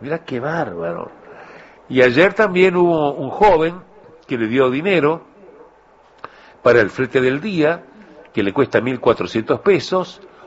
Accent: Uruguay; Pese a todos los problemas que tenemos los uruguayos

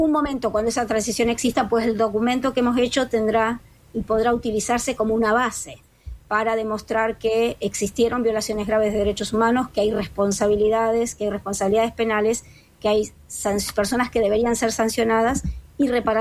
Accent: Argentina; yo soy argentina y yo me crié en la dictadura argentina

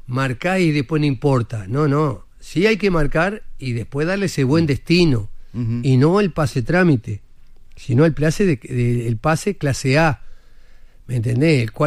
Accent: Uruguay; Yo soy uruguayo, claro.

